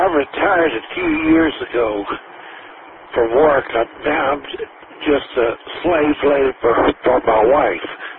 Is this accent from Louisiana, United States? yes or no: yes; Louisiana, United States; I'm from southwest Louisiana